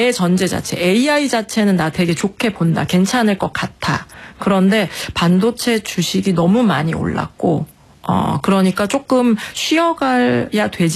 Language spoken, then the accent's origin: Korean; South Korea; 제가 한국 사람이라서